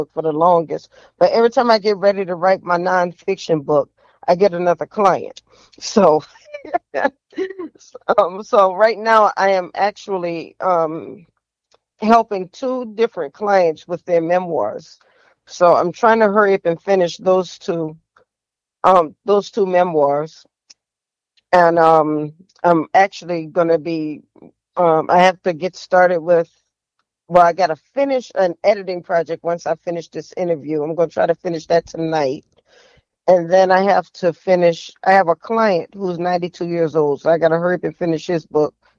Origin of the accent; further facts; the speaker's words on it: New Orleans, Louisiana, United States; grew up in the lower ninth ward.